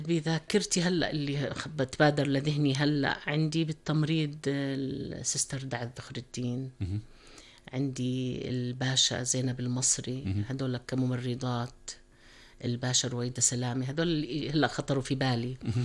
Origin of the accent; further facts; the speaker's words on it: Salt, Balqa Governorate, Jordan; born there; now in Amman, Jordan; الصلط يا ديرتي. عمان والله عشت فيها أجمل أيام حياتي، واشتغلت فيها وما زلت عايشة بعمان